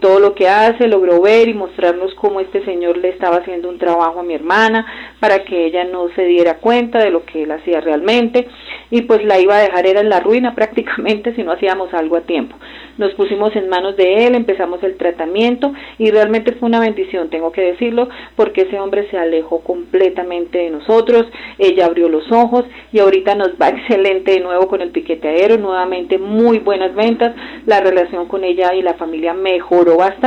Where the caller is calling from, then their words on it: Sáchica, Boyacá, Colombia; Bueno, estoy llamando de Sáchica.